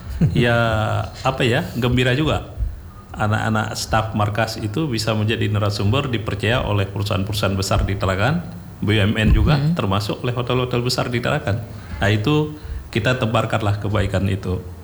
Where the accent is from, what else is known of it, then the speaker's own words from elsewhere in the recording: Lhokseumawe, Aceh, Indonesia; Tapi Luxmawe depan kampung saya kena juga.